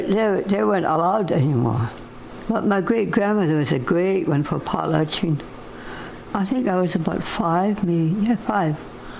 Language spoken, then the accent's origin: English; Fort Rupert, British Columbia, Canada; I was born and raised in Tachi in Fort Rupert. My whole life has been quite a journey.